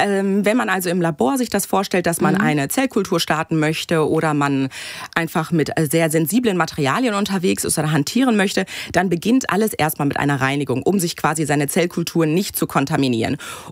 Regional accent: Bochum, North Rhine-Westphalia, Germany; born there; Ich komme gebürtig aus Bochum, richtig.

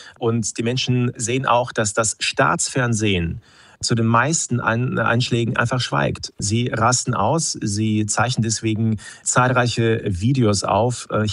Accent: Russia; moved away; Ja, ich bin aus Russland 2022 geflohen nach einer Festnahme und in der Nacht, als ich an der Grenze war, war die Polizei und FSB in meiner Wohnung.

